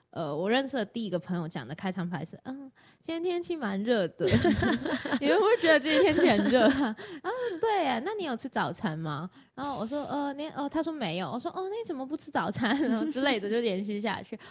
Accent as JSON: {"language": "Chinese", "country": "Hong Kong", "moved": "yes", "lives_now": "Taiwan", "said": "我是香港人。"}